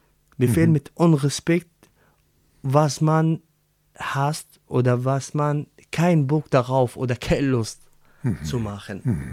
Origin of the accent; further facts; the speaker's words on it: Syria; German is a second language; moved away as an adult; now in Germany; Ich war 18 Jahre und ich habe mein Heimatland gelassen wegen Würde. Ich möchte nicht als Sklave behandelt. Ich oder die anderen Syrer, andere Menschen, die aus Syrien gekommen sind, einfach Mensch.